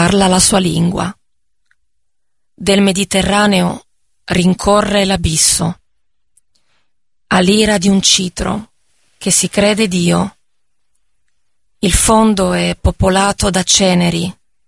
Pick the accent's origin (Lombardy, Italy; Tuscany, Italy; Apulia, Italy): Apulia, Italy; Taranto; è Taranto, la mia città natale. Il dialetto è un dialetto molto cupo, un dialetto sordo, un dialetto gutturale con molte consonanti